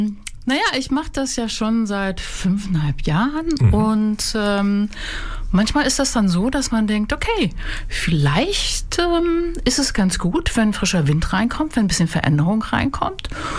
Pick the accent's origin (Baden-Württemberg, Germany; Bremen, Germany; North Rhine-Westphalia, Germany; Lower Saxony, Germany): North Rhine-Westphalia, Germany; Mönchengladbach; Nein, ganz ursprünglich bin ich aus Mönchengladbach.